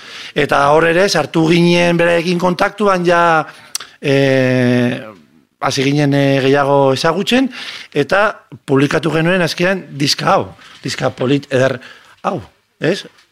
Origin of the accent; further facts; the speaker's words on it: Bilbao, Basque Country, Spain; en plan, haupa, Bilbokoak gara